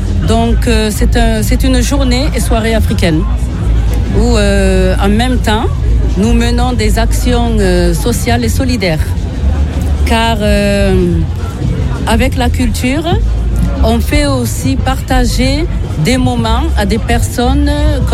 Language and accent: French; France; also born or lived in Dakar, Senegal / Guinea-Bissau; je suis africaine, originaire de Guinée-Bissau, née à Dakar, Sénégal. Donc, j'ai grandi en France, mais comme on dit, je n'oublie pas d'où je viens.